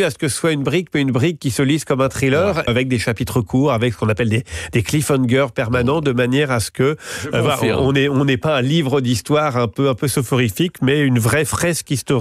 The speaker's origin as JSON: {"language": "French", "country": "France", "said": "Moi, je veux croire que je suis français."}